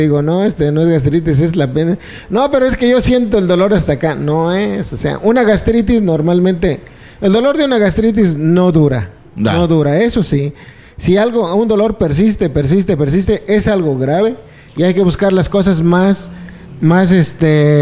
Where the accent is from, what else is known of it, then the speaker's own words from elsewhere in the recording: Ciudad Hidalgo, Michoacán, Mexico; Mi ciudad natal se llama Ciudad Hidalgo.